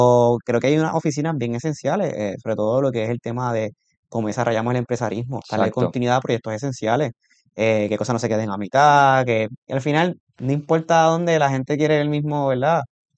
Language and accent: Spanish; Puerto Rico